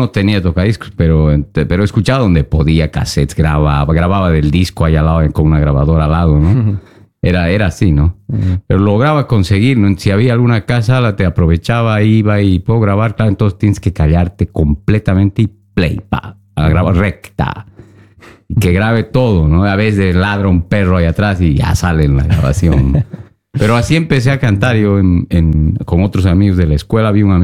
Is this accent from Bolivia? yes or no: yes; Sucre, Chuquisaca, Bolivia; moved away as an adult; now in Oslo, Norway; soy de Bolivia, de Sucre, del centro del país. Mm. Valle Alto, ¿no? A 2700, de ahí vengo, sí.